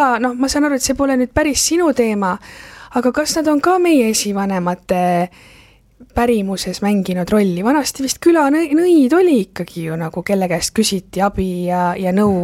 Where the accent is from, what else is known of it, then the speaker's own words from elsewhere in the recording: South Estonia, Estonia; käib metsas, käib hiiepaikades, käib allikal, eriti Lõuna-Eestis, kust mina pärit olen, ikkagi see pärimus on inimestel veres.